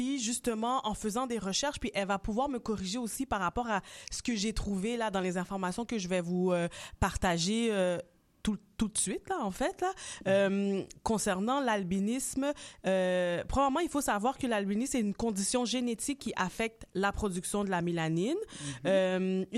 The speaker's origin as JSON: {"language": "French", "town": "Montreal", "region": "Quebec", "country": "Canada", "tie": "born or raised there", "said": "je suis toujours à Rivière."}